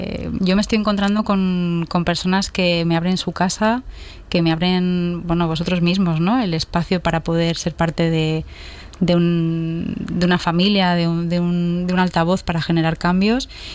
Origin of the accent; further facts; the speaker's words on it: Madrid, Community of Madrid, Spain; moved away as an adult; now in Almería, Spain; Yo soy natural de Madrid